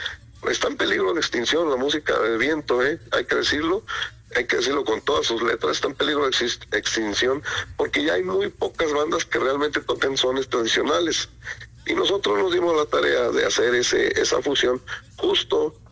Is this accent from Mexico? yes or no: yes; Zacualpan, Veracruz, Mexico; la bailada de 4 días que nos aventamos por allá en mi pueblo, pero sí, el próximo carnaval quedan invitadísimos también a Zacualpan, Veracruz, que es un pueblo chiquito, muy bonito, está rodeado de bosque